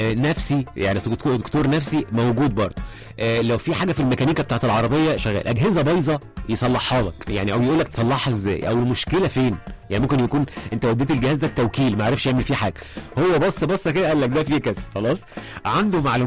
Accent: Damietta, Damietta Governorate, Egypt; من دمياط، بمسي عليكم وعلى عم حسن ومحمد بصل ومحمد المطيري وابو عطايا.

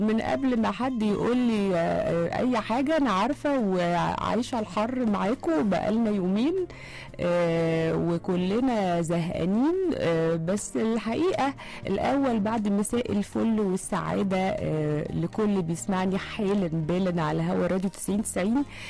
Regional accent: Egypt; كلنا كمصريين

